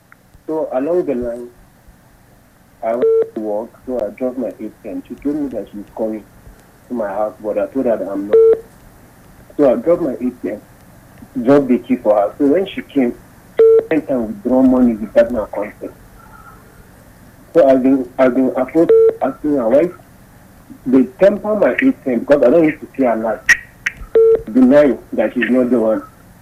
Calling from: Ghana; I'm calling from Ghana.

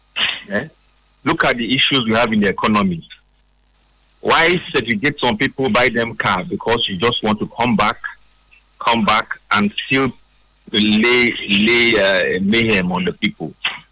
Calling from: Port Harcourt, Rivers, Nigeria; I'm calling from Port Harcourt.

